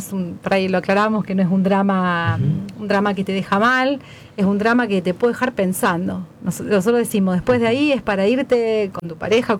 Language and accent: Spanish; Capitán Bermúdez, Santa Fe, Argentina; Nosotros somos de Capitán Bermúdez. El hecho de venirnos a Rosario también es un desafío.